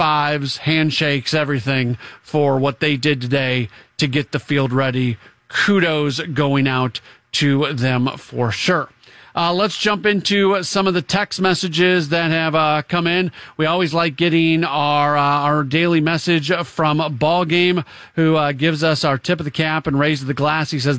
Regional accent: St. Louis, Missouri, United States; moved away; as somebody who's lived all over the country but grew up in St. Louis

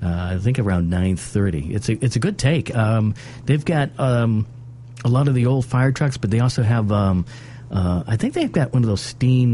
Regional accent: Marshfield, Massachusetts, United States; growing up in Marshall, we had the horn on the fire stations, the noon horn.

